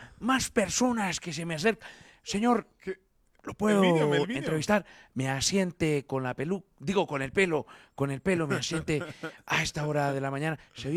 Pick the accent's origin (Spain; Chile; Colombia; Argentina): Colombia; somos colombianos.